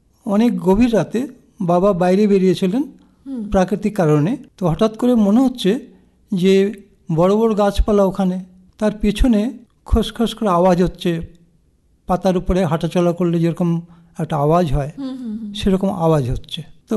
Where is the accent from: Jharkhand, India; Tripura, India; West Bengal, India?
West Bengal, India; Kolkata; also born or lived in Dum Dum / Faridpur, Bangladesh (family origin); আমার জন্ম কলকাতার কাকুরগাছিতে, 13 জানুয়ারি 1956। এখন যেখানে ডক্টর বিধানচন্দ্র শিশু হসপিটাল আছে, একদম ওর খুব কাছেই ছিল যেখানে জন্ম হয়েছে সেই জায়গাটা।